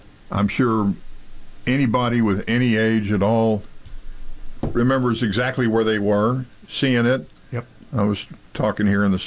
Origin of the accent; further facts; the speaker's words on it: Texas, United States; No, we're not. We're Texas.